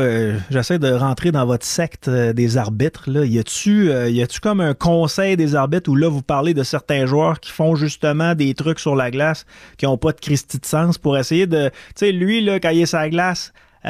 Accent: Quebec, Canada; pour moi, en tant que Québécois

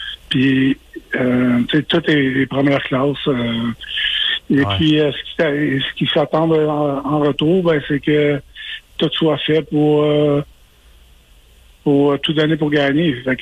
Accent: Quebec, Canada; étant donné que je suis Québécois

